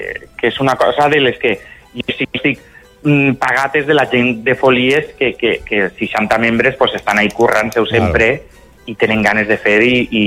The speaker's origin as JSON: {"language": "Catalan", "town": "Meliana", "region": "Valencian Community", "country": "Spain", "said": "jo vivia a Meliana, soc de Meliana, com saps, i allí hi havia un grupet"}